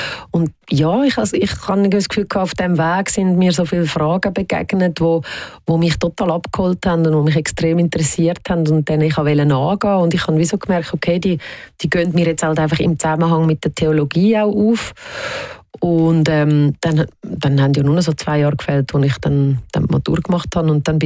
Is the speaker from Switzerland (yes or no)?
yes; Switzerland; habe halt immer wirklich sehr stark das spanische Element bei mir daheim. Auf der anderen Seite bin ich hier in der Schweiz aufgewachsen und habe sehr behütete Kindheit gehabt. Ich bin ein Waldkind gewesen. Ich bin neben dem Wald aufgewachsen.